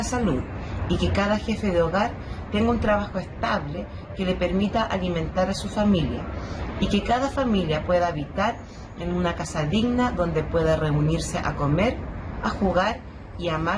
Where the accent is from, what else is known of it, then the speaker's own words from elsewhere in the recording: Chile; Quiero que en mi país todos vivan con dignidad. La lucha contra la miseria es una tarea de la cual nadie puede sentirse excluido. Quiero que en Chile no haya más miseria para los pobres